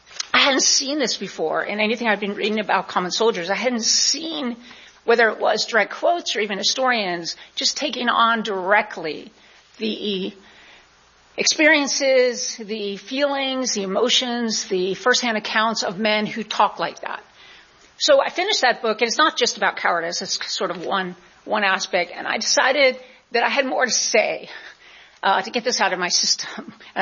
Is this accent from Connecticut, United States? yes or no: yes; Connecticut, United States; I had been introduced to George Pickett as a teenager growing up in Connecticut